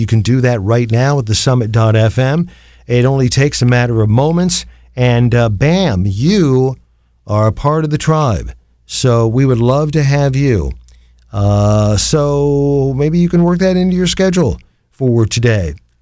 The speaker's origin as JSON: {"language": "English", "town": "Canton", "region": "Ohio", "country": "United States", "tie": "born or raised there", "said": "Non-commercial public radio for Akron and my hometown of Canton, the Hall of Fame City"}